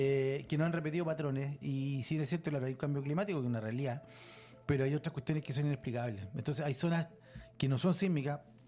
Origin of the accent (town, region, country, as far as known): Chile